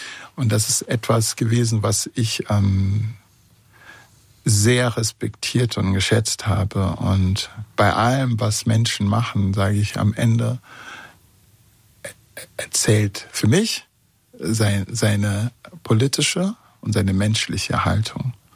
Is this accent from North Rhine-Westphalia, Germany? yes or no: yes; Bonn, North Rhine-Westphalia, Germany; aber auch dann als Zaungas und als Bonner und dann heißt es, da war was und die haben das und das gesagt, die wollen so.